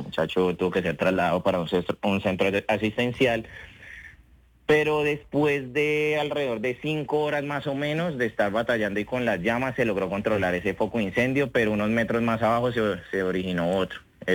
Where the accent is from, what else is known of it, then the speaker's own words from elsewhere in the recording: Colombia; now in Ibagué, Colombia; aquí estamos en Colombia unida, somos colombianos